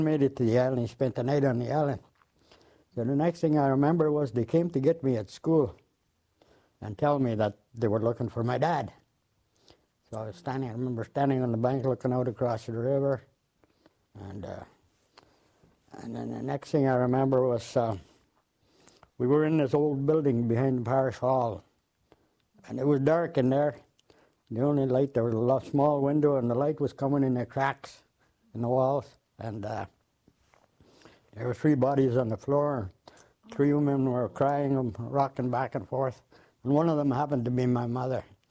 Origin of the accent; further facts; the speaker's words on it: Moose Factory, Ontario, Canada; and Moose Factory is on the is an island where the reserve is on the island, that's where I grew up in Moose Knee.